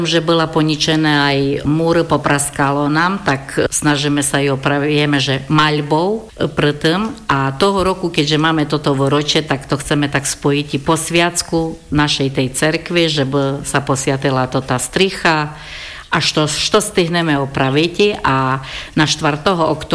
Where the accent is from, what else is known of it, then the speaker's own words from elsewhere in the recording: Piskorovce, Prešov Region, Slovakia; žijú tu celý život i budú, a dokľa budú žeti, budú tu, lebo je to moje rodisko.